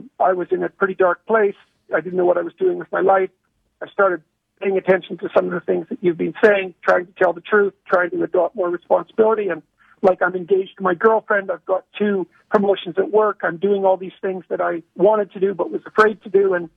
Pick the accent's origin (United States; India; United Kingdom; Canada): Canada; I'm impressed, but I'm easily impressed. I'm Canadian, eh? We're easily impressed.